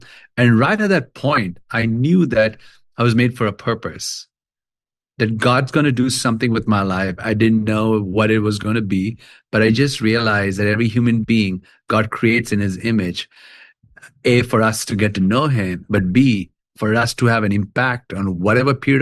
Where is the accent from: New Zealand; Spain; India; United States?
India; Kolkata, West Bengal; moved away; I actually grew up in India. I grew up in Calcutta. A crazy city in a way, because it's a very populated city. It's 21 million people in that city, so people everywhere. I was raised in a Christian home